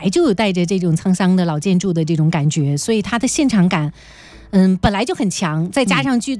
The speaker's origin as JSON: {"language": "Chinese", "town": "Fuzhou", "region": "Fujian", "country": "China", "said": "我们福州人"}